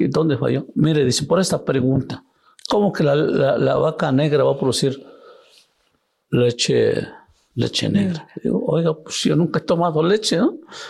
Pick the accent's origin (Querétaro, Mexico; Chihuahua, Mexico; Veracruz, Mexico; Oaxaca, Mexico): Oaxaca, Mexico; born there; Spanish is a second language; Te voy a llevar a la ciudad de Oaxaca. Pasé el segundo año de primaria, tercero, no sé cómo pasé, pero ya fui a Oaxaca a estudiar la primaria.